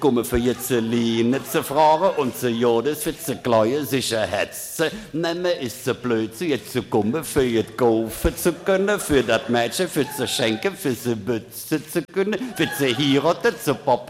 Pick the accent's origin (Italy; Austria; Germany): Italy; Trentino-Alto Adige; Da sage ich, entschuldigen Sie, ich bin kein Bayer, ich komme aus Südtirol.